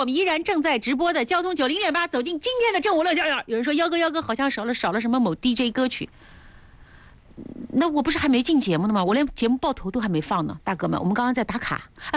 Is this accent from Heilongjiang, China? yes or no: no; Tongling, Anhui, China; moved away as an adult; now in Hefei, China; 我住在桃花镇，兄弟，我老家是铜陵的，我是铜陵人啊。然后呢，高中毕业以后就到合肥了，就是高中毕业考上大学就到合肥了，然后后面30多年都在合肥啊。我93年就到合肥了